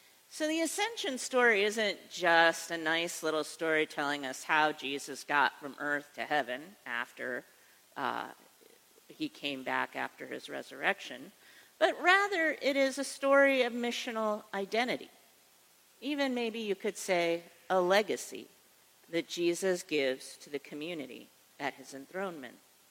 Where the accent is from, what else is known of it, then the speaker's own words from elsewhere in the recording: East Coast, United States; moved away; I grew up on the East Coast